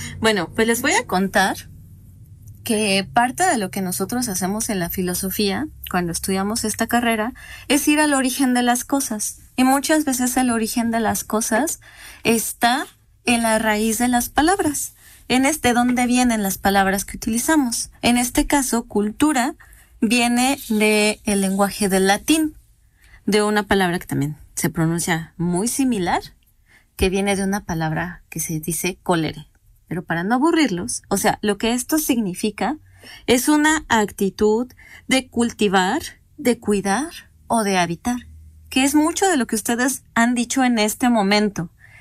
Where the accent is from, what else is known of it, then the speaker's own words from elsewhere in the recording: Cholula, Puebla, Mexico; porque yo soy de Cholula. Entonces, mi apellido, mi aspecto también es parte de una cultura, es parte de lo que soy.